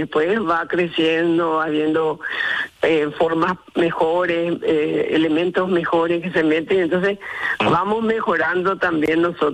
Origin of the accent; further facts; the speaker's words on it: Paraguay; nosotros en Paraguay